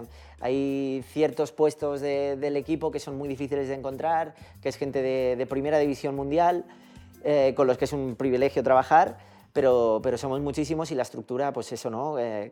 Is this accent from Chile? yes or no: no; Catalonia, Spain; yo soy de allí, entonces todo mi entorno es de allí, mis amigos, mi familia, mis compañeros.